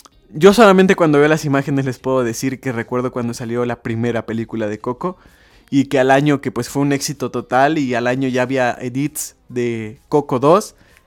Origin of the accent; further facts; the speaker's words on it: Mexico; Nosotros como mexicanos y como nuestra cultura